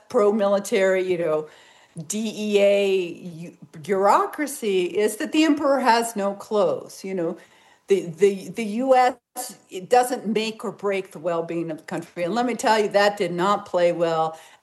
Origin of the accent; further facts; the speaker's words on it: Virginia, United States; Well, first I'd like to share my solidarity because I am also from Virginia.